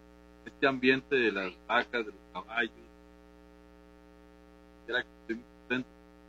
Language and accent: Spanish; Guadalupe, Cartago, Costa Rica; Yo soy de Guadalupe, Cartago.